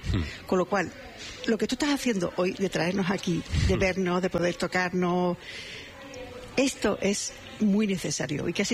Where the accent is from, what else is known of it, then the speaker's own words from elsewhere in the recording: Ceuta, Spain; also born or lived in Las Palmas / Madrid / Paris; yo nací en Las Palmas, he vivido en Ceuta toda mi vida, después vine a Madrid, después fui a París, después volví y tal